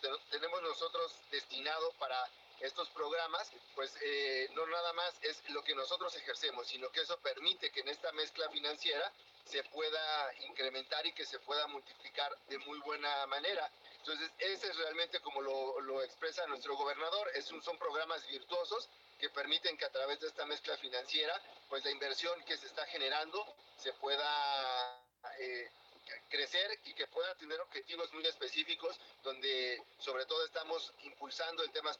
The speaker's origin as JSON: {"language": "Spanish", "region": "Zacatecas", "country": "Mexico"}